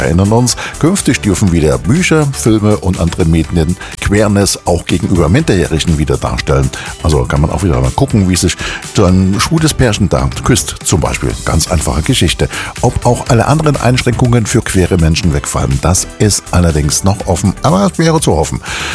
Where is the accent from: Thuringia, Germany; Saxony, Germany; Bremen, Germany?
Saxony, Germany; Chemnitz; Und zwar auch Musik aus meiner Heimatstadt, aus Chemnitz.